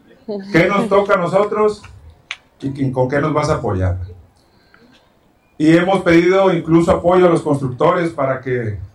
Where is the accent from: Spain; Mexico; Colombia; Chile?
Mexico; Zapotán; moved away as an adult; mi pueblo, un pueblo que he recorrido durante mi infancia y mi juventud, que veíamos las dificultades, los que crecimos aquí